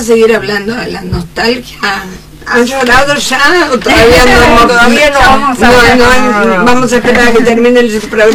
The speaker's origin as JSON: {"language": "Spanish", "town": "San Martín", "region": "Buenos Aires Province", "country": "Argentina", "tie": "born or raised there", "said": "Yo nací en San Martín, Villa Maipú. Hay un rinconcito de Villa Maipú que me marca toda mi infancia, un proceso muy fuerte."}